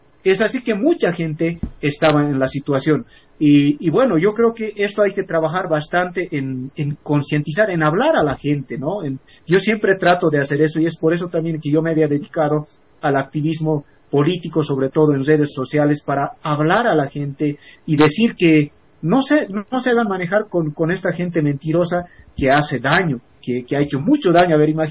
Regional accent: Pacajes Province, La Paz, Bolivia; moved away as an adult; also born or lived in Cochabamba; now in El Alto, Bolivia; Yo vengo de una provincia, que precisamente mi provincia es Pacajes. Yo me crié allá, salí bachiller en mi pueblo y prácticamente conozco toda la situación de lo que es las provincias. Y luego pues me fui a Cochabamba a estudiar y finalmente estoy en el Alto

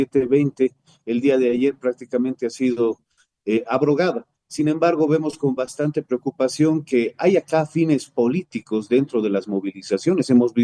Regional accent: La Paz, Bolivia; siempre somos los paceños.

